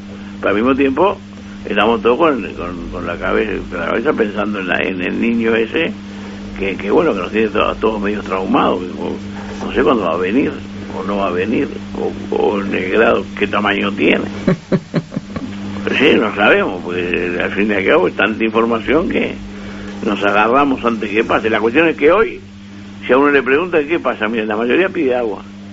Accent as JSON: {"language": "Spanish", "country": "Uruguay"}